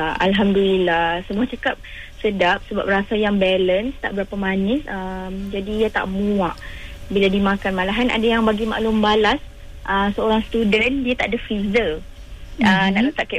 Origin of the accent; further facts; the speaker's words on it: Sabah, Malaysia; now in Kuala Lumpur, Malaysia; Saya berasal daripada Sabah dan sekarang menetap di KL.